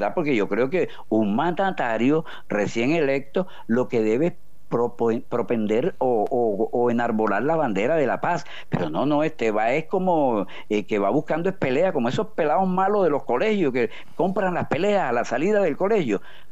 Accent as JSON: {"language": "Spanish", "town": "Barranquilla", "region": "Atlántico", "country": "Colombia", "said": "como decimos acá en la costa"}